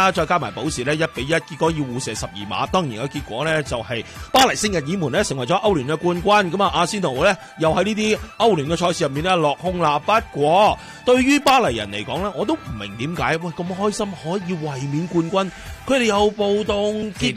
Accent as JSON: {"language": "Cantonese", "country": "Canada", "said": "不过好彩我哋加拿大人咧。即系呢方面比较好啲嘅"}